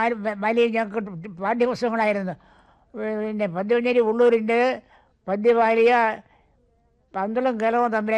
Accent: Thiruvananthapuram, Kerala, India; born there; തിരുവനന്തപുരത്ത് ജഗതിയില്ലേ.

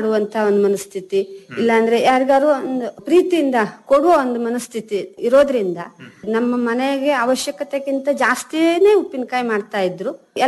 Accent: Karnataka, India; ನಾವು ಮಲೆನಾಡಿನವರು ಅಂತ ಗೊತ್ತಾದಾಗ

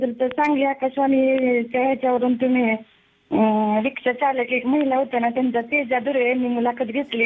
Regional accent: Maharashtra, India; moved away as an adult; now in Wadi Kurole, Pandharpur taluka, India; माझं माहेर माळशिरस तालुक्यातलं आहे

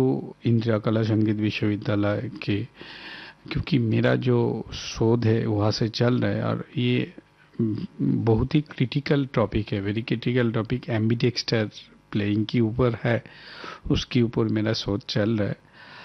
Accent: Kolkata, West Bengal, India; born there; now in Chhattisgarh, India; मेरा जन्म कोलकाता में हुआ। कोलकाता एक सांगीतिक परिवार।

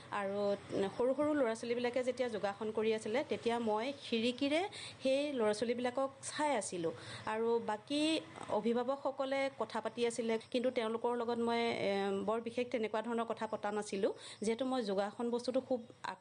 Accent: Nagaon, Assam, India; মোৰ ঘৰ চুতহৈবৰ, নগাঁও।

